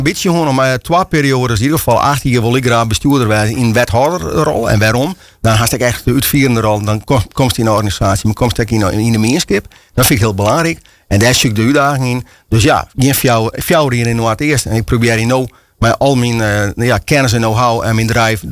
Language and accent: Dutch; Friesland, Netherlands; ik ben Fries.